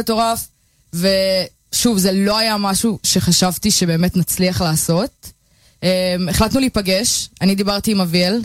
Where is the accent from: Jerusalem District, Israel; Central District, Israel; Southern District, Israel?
Central District, Israel; Tzafria; moved away as an adult; also born or lived in Bat Yam / Plymouth, England; now in London, United Kingdom; במקור אני ממושב צפריה, זה מושב דתי קטן ליד שדה תעופה וליד כפר חבד. באזור גיל 13, התחיל מרד הנאורים שלי, הייתי מסתובבת בתל אביב.